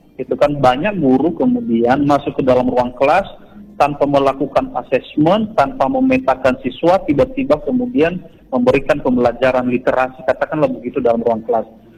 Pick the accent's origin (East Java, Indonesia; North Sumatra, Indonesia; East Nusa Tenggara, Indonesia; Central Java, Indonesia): North Sumatra, Indonesia; Nias; kita fasilitator produk asli dari Nias ini tidak kalah baik